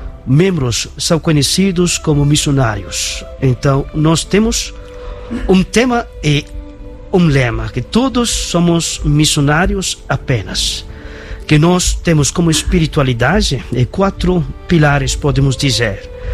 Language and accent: Portuguese; Bangladesh; Portuguese is a second language; moved away as an adult; also born or lived in Italy / Portugal / Guinea-Bissau; now in Amapá, Brazil; eu sou asiático, venho do Bangladesh.